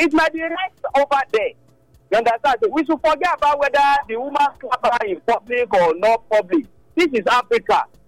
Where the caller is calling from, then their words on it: Papua New Guinea; Hello, my name is … I'm calling from New Guinea.